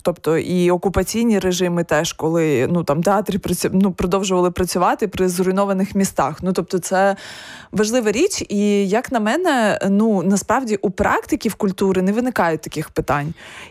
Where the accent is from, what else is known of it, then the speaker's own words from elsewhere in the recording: Kyiv, Ukraine; в моєму рідному Києві